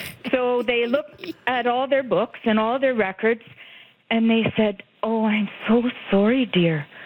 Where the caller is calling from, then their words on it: Calgary, Alberta, Canada; also born or lived in Toronto; In 1998, our family had just arrived to Calgary from Toronto, so everything was